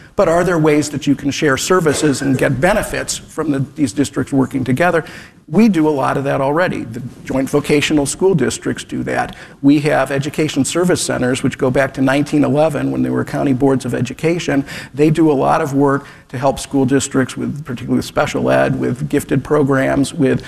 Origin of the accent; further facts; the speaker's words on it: Cleveland Heights, Ohio, United States; Like I said, I grew up in Cleveland Heights.